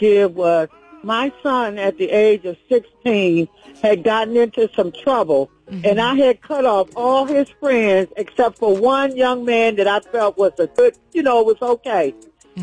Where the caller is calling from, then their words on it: Brandywine, Maryland, United States; I'm calling from Brandywine, Maryland.